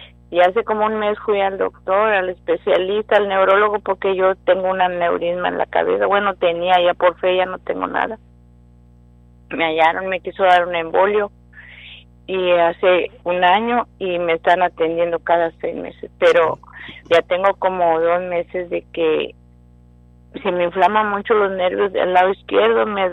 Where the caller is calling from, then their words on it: Brownsville, Texas, United States; Yo soy de Brownsville.